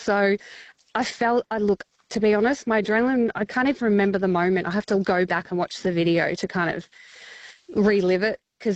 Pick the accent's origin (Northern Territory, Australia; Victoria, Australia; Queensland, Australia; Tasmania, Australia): Victoria, Australia; I grew up in National Park, pretty much next door to a national park down south in Victoria.